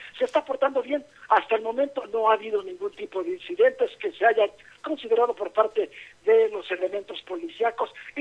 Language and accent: Spanish; Mexico; tener esa unidad que tanto nos hace falta aquí como mexicanos.